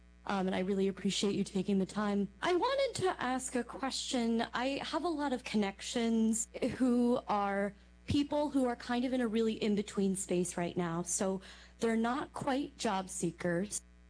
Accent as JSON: {"language": "English", "region": "Maryland", "country": "United States", "said": "I am from Maryland."}